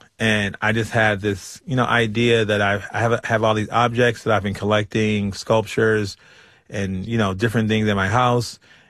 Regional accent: Baltimore, Maryland, United States; it was not really necessarily my experience completely growing up in Baltimore

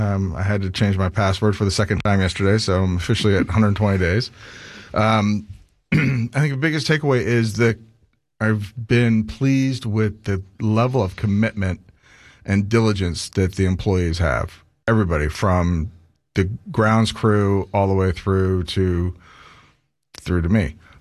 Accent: San Francisco, California, United States; Well, I'm a born and bred Californian. I grew up in the San Francisco area, came out to New York to go to college, to the Merchant Marine Academy, hightailed it back to California after college

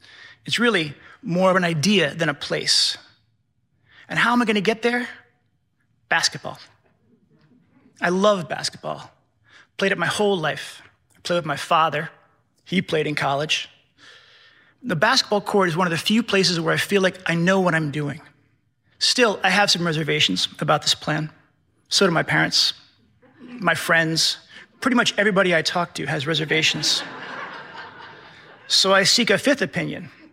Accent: Massachusetts, United States; now in Longmeadow, United States; I live out in western Massachusetts in a small town called Longmeadow. I grew up in the Berkshires

